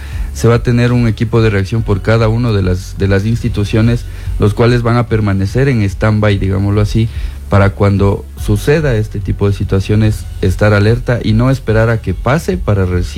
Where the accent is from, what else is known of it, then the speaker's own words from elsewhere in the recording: Ecuador; también somos ciudadanos, también somos ecuatorianos